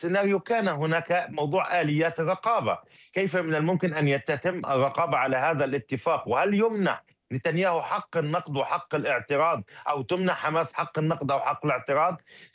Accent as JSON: {"language": "Arabic", "country": "Palestine", "said": "هذا مسألة تعودنا عليها كفلسطينيين"}